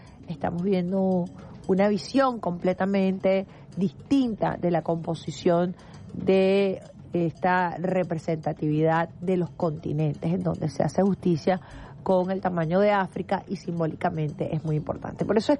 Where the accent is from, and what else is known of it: Venezuela